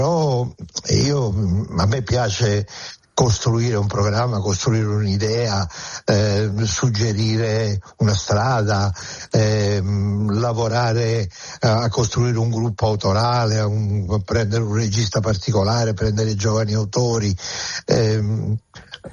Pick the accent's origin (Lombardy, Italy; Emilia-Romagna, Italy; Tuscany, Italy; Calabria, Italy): Calabria, Italy; perché poi sono un calabrese, tu lo sai, calabresi, poi sono un calabrese salesiano.